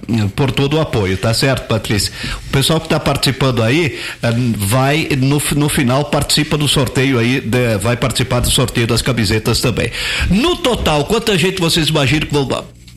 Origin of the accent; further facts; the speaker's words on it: São José do Norte, Rio Grande do Sul, Brazil; boa noite, sou de São José do Norte